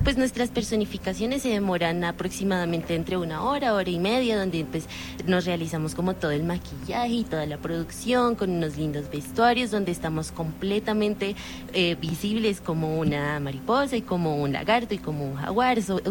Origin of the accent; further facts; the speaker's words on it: Colombia; nos unimos hace poco como colombianos